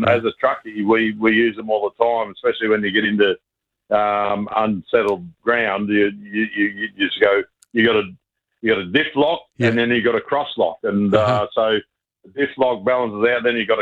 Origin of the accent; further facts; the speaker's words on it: Lilydale, Victoria, Australia; Yeah. I'm originally a Lilydale boy, mate. From out with Sam's family from up to the Italians, but I grew up with them all.